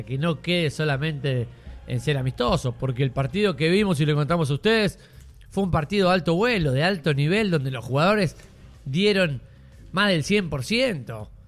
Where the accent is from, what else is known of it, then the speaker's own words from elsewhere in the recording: Rosario, Santa Fe, Argentina; Yo soy de Rosario y lo vi jugar una sola vez en la historia. En el año 90 y pico lo vi jugar una sola vez cuando fue a Rosario.